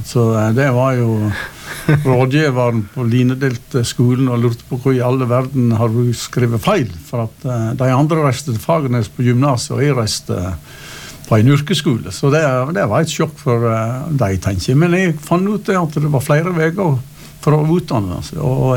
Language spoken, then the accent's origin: Norwegian; Øvre Årdal, Vestland, Norway; now in Nordfjord, Norway; Jeg har vokst opp I Øvre Årdal og vært der for det meste. Ja, jeg stolt Årdal.